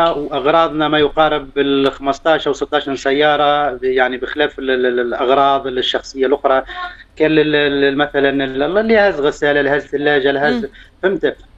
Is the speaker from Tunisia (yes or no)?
yes; Tunisia; moved away as an adult; now in Oman